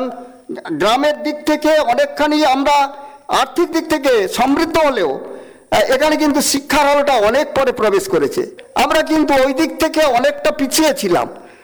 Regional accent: West Bengal, India; যে পরিমণ্ডলে আমি বড় হয়েছি বা জন্মেছি, এটা কিন্তু একটা সাংস্কৃতিক পরিমণ্ডলে জন্মগ্রহণ করেছি

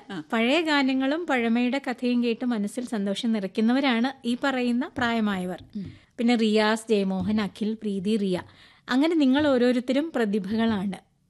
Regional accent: Paravur, Kerala, India; അത് പറവൂര് ഞങ്ങളുടെ ഗ്രൗണ്ടില്, എന്റെ വീടിനടുത്താണ് ആ ഗ്രൗണ്ട്

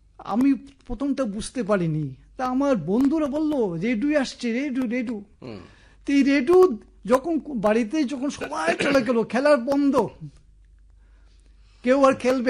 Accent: Sabroom, Tripura, India; also born or lived in Khowai; আর সেই সূত্রেই আমার জন্ম প্রথম যে জন্মস্থান আমি জন্মেছি সাব্রুম, এই প্রান্তিক শহরে আমার বেড়ে ওঠা সেখান থেকে।

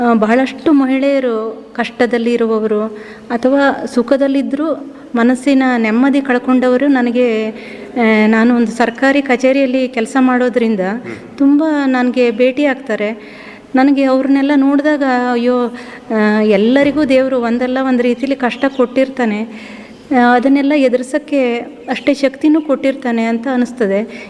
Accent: Sorab, Karnataka, India; born there; moved away as an adult; also born or lived in Kodagu / Mysore district; now in Siddapur, India; ನಾನು ಶಿವಮೊಗ್ಗ ಜಿಲ್ಲೆಯ ಸೊರಬ ತಾಲೂಕಿನವಳು. ಆಮೇಲೆ ನಮ್ಮ ಯಜಮಾನರ ನೌಕರಿಯ ನಿಮಿತ್ತ ನಾವು ಕೊಡಗು ಮತ್ತು ಮೈಸೂರು ಜಿಲ್ಲೆಗಳಲ್ಲೆಲ್ಲ ಇದ್ವಿ.

